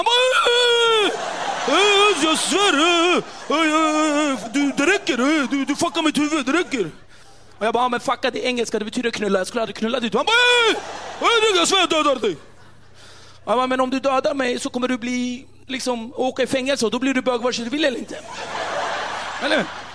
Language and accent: Swedish; Rinkeby, Stockholm County, Sweden; Jag är uppväxt i Rinkeby. Och det är ganska hårt samhälle utanför Stockholm så här. Och jag älskar Rinkeby.